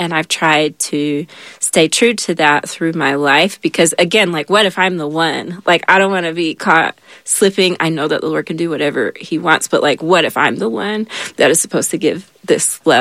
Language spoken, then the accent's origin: English; the South, United States; being a young teenager growing up in the South.